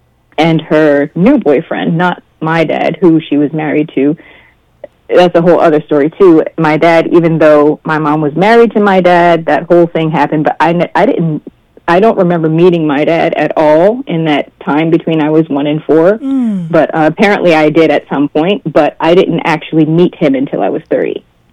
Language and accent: English; New Jersey, United States; born there; I was born here in New Jersey